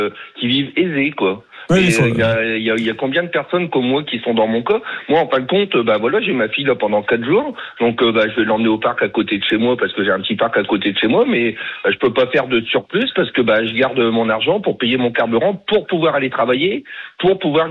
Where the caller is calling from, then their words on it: France; moi je suis un Français